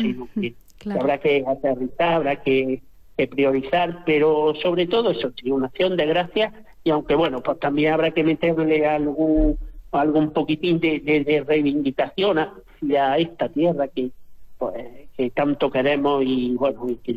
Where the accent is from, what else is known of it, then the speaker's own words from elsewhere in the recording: Spain; born there; now in Huesca, Spain; aunque yo no haya nacido en Huesca, que yo nací en Piña, pues desde un principio me he sentido hijo de Huesca